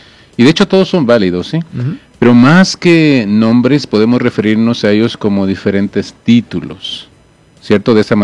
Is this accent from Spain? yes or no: no; Mexico; de nosotros como mexicanos